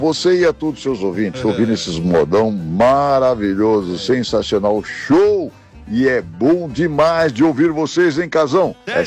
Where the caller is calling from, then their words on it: São Paulo, Brazil; eu falo aqui do Jardim Peri, da Zona Norte de São Paulo.